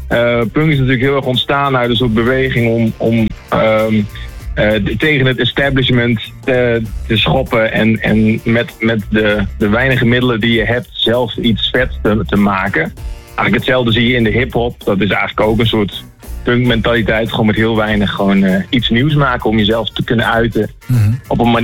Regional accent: Midwolda, Groningen, Netherlands; Ik kom uit Midwolda

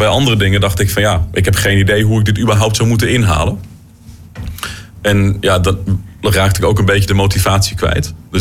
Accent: East Germany, Germany; Toen ik klein was nog in Oost-Duitsland.

